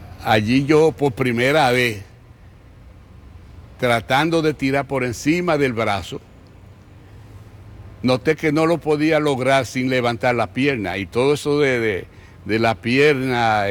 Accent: Montecristi, Monte Cristi, Dominican Republic; moved away as an adult; mi pueblo de Montecristi

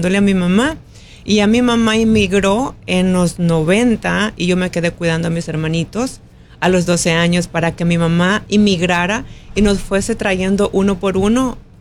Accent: Honduras; En mi país, justo de Honduras, venían en unos burritos con cajones a llevar por mayoreo y revenderlos en Honduras.

